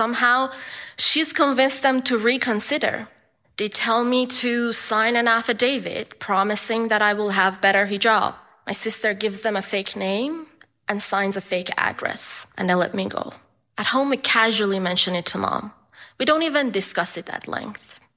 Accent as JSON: {"language": "English", "country": "Iran", "tie": "born or raised there", "moved": "yes", "said": "Iran, my home country"}